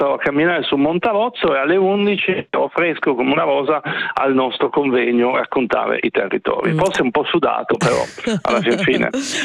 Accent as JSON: {"language": "Italian", "town": "Turin", "region": "Piedmont", "country": "Italy", "tie": "born or raised there", "moved": "yes", "lives_now": "Rome, Italy", "said": "la mia città natale Torino"}